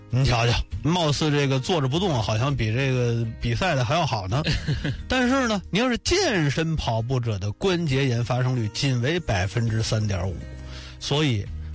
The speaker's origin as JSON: {"language": "Chinese", "country": "China"}